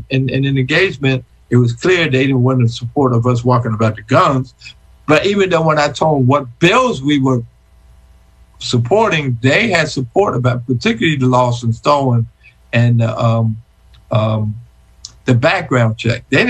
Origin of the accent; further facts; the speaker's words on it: Philadelphia, Pennsylvania, United States; I'm from Philadelphia